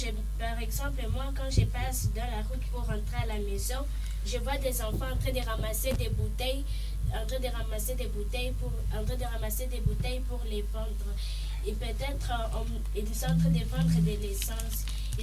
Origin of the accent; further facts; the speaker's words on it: Goma, North Kivu, DR Congo; also born or lived in Bukavu; parce que je viens normalement de Goma. J'ai quitté Goma à cause de la guerre. La guerre m'a fait voyager la nuit et je suis arrivée à Bukavu.